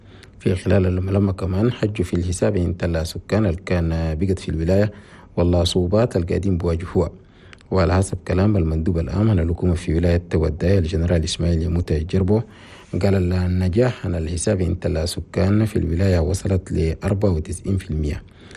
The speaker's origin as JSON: {"language": "Arabic", "country": "Chad", "said": "بلدنا تشاد"}